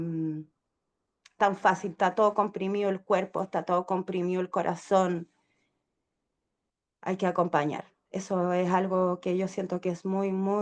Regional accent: Chile; born there; una familia numerosa, nací en Peu, un pueblo chico con una cana en el medio del pueblo

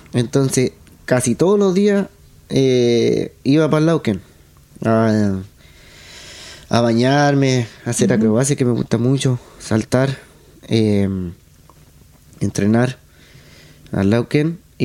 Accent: Penco, Biobío, Chile; born or raised there; also born or lived in Chiguayante

